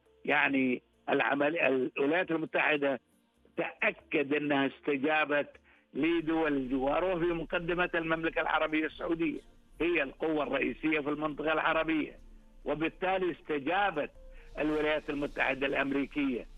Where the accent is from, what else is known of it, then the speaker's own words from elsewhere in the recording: Kuwait; عندنا بالكويت